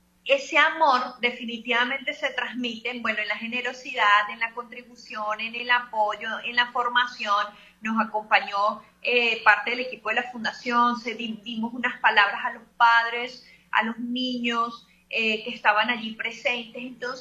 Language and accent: Spanish; Venezuela; Y eso es lo que todos como venezolanos vamos a continuar haciendo.